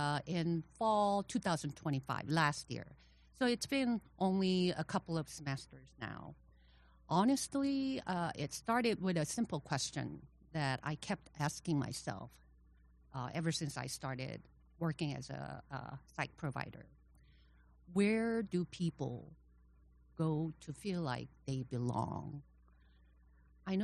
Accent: South Korea; moved away as an adult; now in United States; I'm originally from South Korea, and I came to the U.S. Right after high school to attend a college.

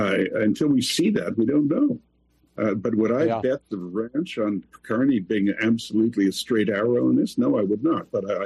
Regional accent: Canada; I'm English-speaking Canadian.

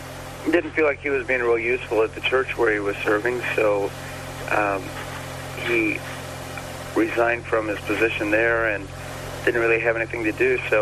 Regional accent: Indiana, United States; I grew up in Indiana, which is, in Indiana they consider themselves Midwesterners. And I realized that I really miss the Midwest.

